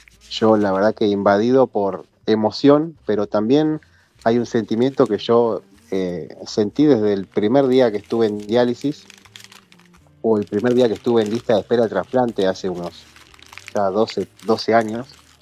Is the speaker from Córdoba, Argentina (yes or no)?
no; Bariloche, Río Negro, Argentina; nosotros somos de Bariloche, Río Negro